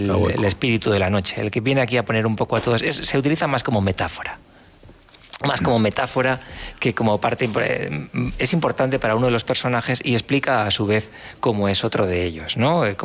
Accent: La Rioja, Spain; moved away; antes de San Sebastián yo no soy de allí, soy riojano, y antes de eso trabajé durante muchos años en Zaragoza.

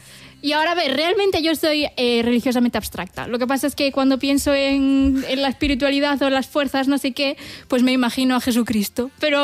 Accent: Santiago de Compostela, Galicia, Spain; yo soy cristiana un poco por imposición contextual, que soy de Santiago Compostela.

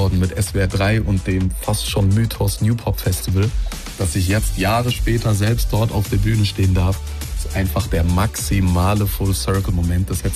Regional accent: Oberkirch, Baden-Württemberg, Germany; ich bin in Oberkirch geboren und aufgewachsen, was nur so eine gute halbe Stunde von Baden-Baden entfernt ist.

